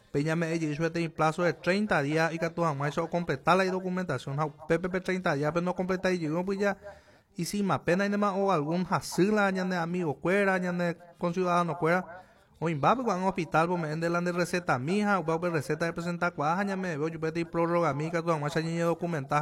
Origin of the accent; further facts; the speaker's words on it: Coronel Oviedo, Caaguazú, Paraguay; todos somos obetenses, cada uno tenemos nuestra creencia.